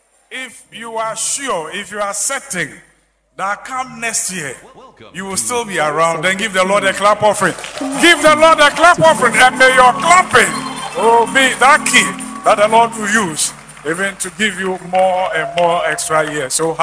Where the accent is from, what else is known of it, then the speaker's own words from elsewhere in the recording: Aburi, Eastern Region, Ghana; I quite remember our days when we were young at Aburi. I come from Aburi here.